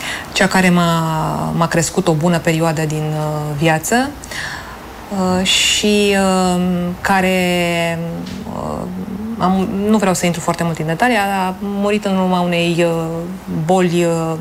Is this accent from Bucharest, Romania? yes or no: yes; Bucharest, Romania; deși eu am fost bucureștean, că m-am născut în București, am trăit în București, eu am simțit că am aparținut mai mult acelui loc.